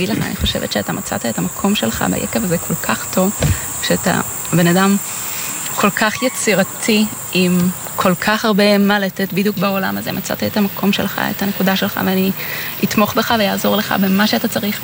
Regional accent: Switzerland; moved away as an adult; now in Israel; אני גדלתי בחול.

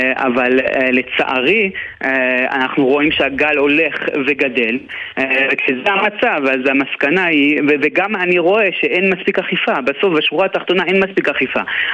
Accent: Montreal, Quebec, Canada; now in Israel; איפה שגדלתי במונטריאול

